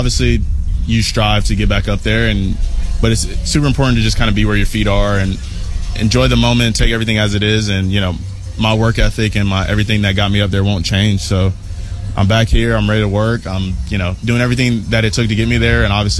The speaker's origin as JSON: {"language": "English", "town": "Atlanta", "region": "Georgia", "country": "United States", "tie": "born or raised there", "said": "But we're from Atlanta, so we grew up watching Chipper Jones and the success he had"}